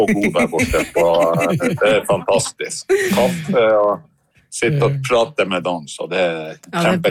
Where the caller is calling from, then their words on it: Hammerfest, Finnmark, Norway; Vi var jo var hjemme i Hammerfest